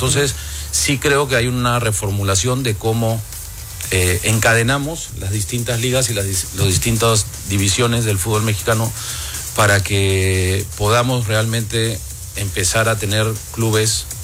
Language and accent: Spanish; Lima, Peru; Yo soy de Lima, Perú.